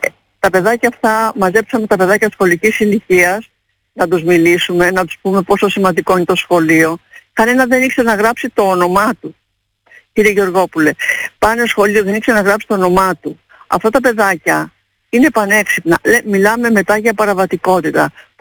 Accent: Patras, Western Greece, Greece; Είμαι από την Πάτρα

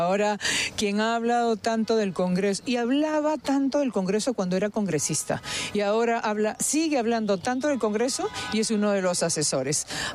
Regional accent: Chiclayo, Lambayeque, Peru; Yo vengo de una región que va a ser lamentablemente muy golpeada por el fenómeno del Niño. No, yo soy de Lambayeque. Así que como chiclayana, como lambayecana

